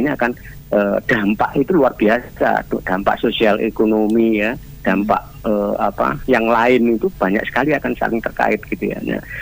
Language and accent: Indonesian; Nganjuk, East Java, Indonesia; kita warga Nganjuk